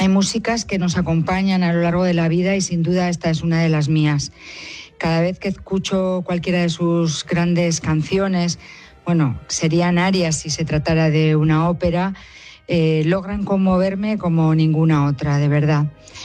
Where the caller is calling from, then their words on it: Madrid, Community of Madrid, Spain; de Madrid.